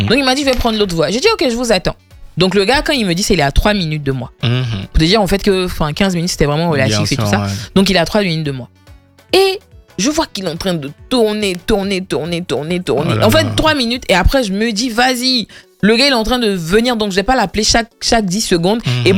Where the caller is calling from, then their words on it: Abidjan, Côte d’Ivoire